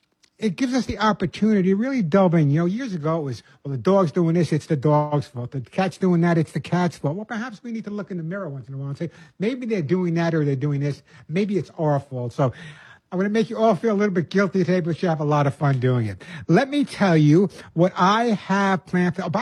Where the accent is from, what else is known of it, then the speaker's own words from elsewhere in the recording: Long Island, New York, United States; now in Arizona, United States; I'm from Long Island.